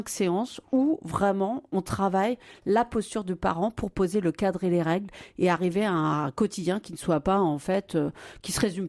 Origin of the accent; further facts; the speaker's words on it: Pays de la Loire, France; now in L'Île-d'Olonne, France; je suis moi-même vendéenne, donc puisque je suis à l'Île-d'Olonne à côté des Sables-d'Olonne.